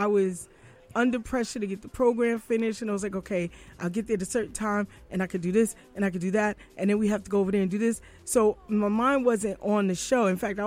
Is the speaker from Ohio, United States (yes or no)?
no; New York City, New York, United States; I'm going to be with him out in Far Rockaway on Beach 90th Street in the Amphitheater. Yes, my hometown.